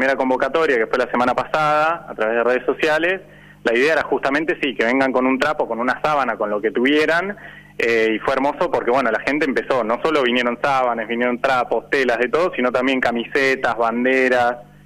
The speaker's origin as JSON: {"language": "Spanish", "country": "Argentina", "said": "como muchos argentinos, estábamos viendo el partido acá, de hecho, en el taller."}